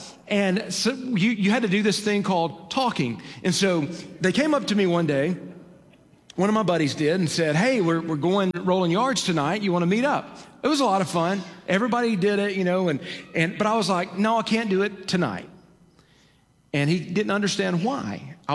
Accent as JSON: {"language": "English", "region": "Alabama", "country": "United States", "tie": "born or raised there", "said": "But I grew up in North Alabama, in Lawrence County, Alabama. We grew up on a cattle ranch, and it was Charlet cattle surrounding our home."}